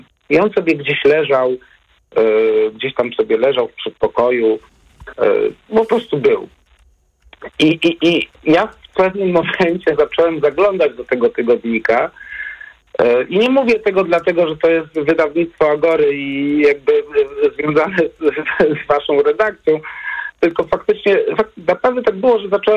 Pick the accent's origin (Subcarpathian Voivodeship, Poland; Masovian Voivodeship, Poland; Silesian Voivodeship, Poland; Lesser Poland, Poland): Masovian Voivodeship, Poland; Warsaw; born or raised there